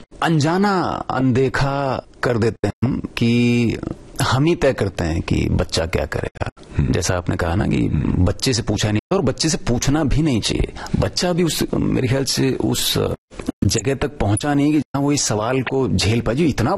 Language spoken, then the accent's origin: Urdu; Delhi, India; میں دلی میں پیدا ہوا, پلا بڑا وہیں پہ.